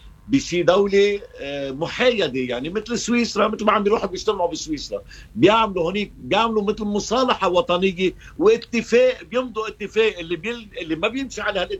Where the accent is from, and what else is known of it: Lebanon